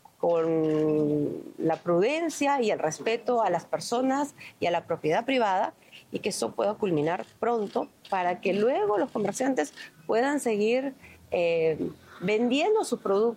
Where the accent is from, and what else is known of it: Peru